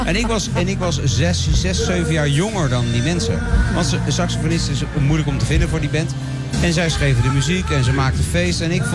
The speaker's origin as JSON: {"language": "Dutch", "town": "Noordwijk aan Zee", "region": "South Holland", "country": "Netherlands", "said": "Ik ben een 43 jaar oude vader uit Noordwijk aan Zee."}